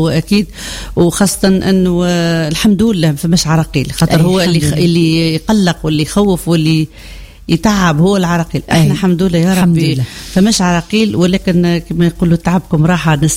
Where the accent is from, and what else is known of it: Sfax, Sfax Governorate, Tunisia